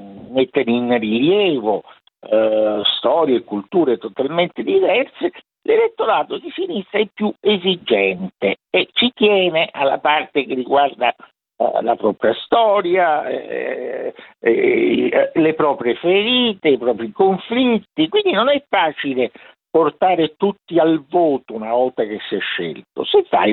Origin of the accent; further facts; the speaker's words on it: Rome, Lazio, Italy; io sono un romano, non è un termine dispregiativo, Roma è la capitale.